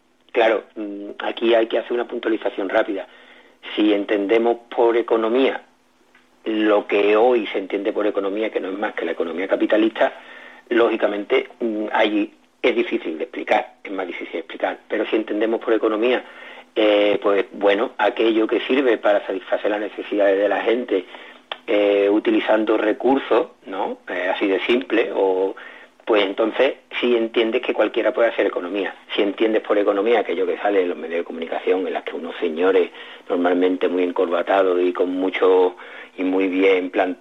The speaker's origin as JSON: {"language": "Spanish", "town": "Morón de la Frontera", "region": "Andalusia", "country": "Spain", "said": "yo soy de Morón de la Frontera, entonces aquí el flamenco como que lo tienes ahí detrás, ¿no?"}